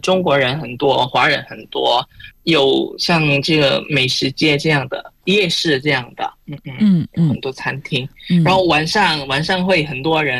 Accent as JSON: {"language": "Chinese", "town": "Pontianak", "region": "West Kalimantan", "country": "Indonesia", "tie": "born or raised there", "moved": "yes", "lives_now": "Jakarta, Indonesia", "said": "在坤甸我的家乡"}